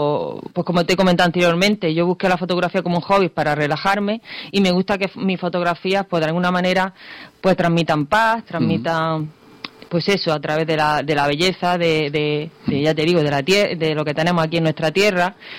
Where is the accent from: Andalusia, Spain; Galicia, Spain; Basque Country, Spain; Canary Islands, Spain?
Andalusia, Spain; Adra; also born or lived in Málaga; yo soy aquí de Adra de toda la vida, mi gente igual, ¿sí? Somos de aquí, vamos, de siempre.